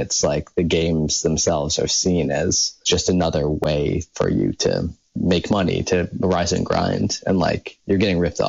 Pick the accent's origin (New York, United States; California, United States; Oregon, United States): New York, United States; Elmira; I'm from Elmira, New York, so I like the Bills, I like the Knicks, right? You know, I'm Irish and depressed